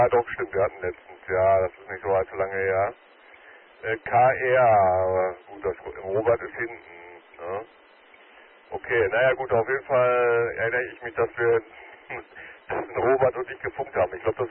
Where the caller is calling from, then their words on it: Witten, North Rhine-Westphalia, Germany; mein Heimat-QTA ist Witten.